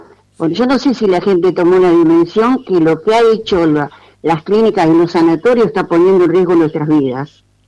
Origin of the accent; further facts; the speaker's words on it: Contralmirante Cordero, Río Negro, Argentina; Yo soy de Contralmirante Cordero